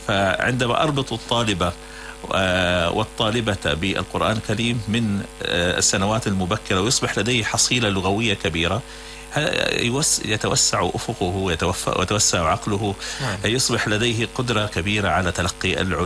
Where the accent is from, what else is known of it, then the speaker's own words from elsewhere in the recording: Syria; عندنا في سوريا الحرة، يعني في مناطق الشمال المحرر